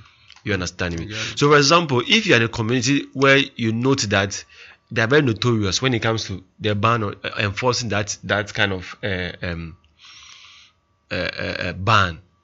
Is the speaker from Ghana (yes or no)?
yes; Ghana; as a Ghanaian person